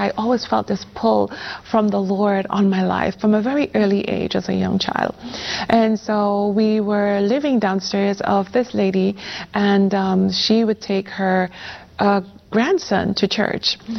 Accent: Trinidad & Tobago; born there; Well, I was born in Trinidad and Tobago, Trinidad to be exact, because, you know, it's a twin island state. And my parents, my mom grew up very Catholic and my dad very Episcopalian.

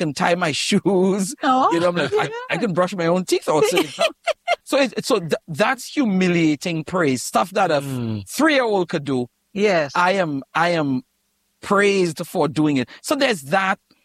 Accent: Trinidad & Tobago; born there; moved away; I was born in Trinidad, and people hear my accent

